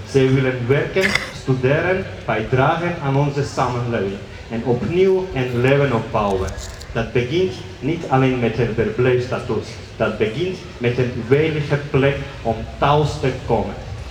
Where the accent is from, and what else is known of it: Georgia; now in Antwerp, Belgium